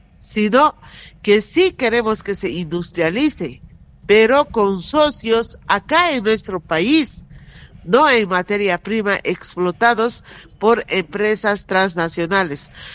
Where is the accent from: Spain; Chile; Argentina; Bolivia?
Bolivia; Cochabamba; Nosotros como pueblo boliviano o como la región del trópico de Cochabamba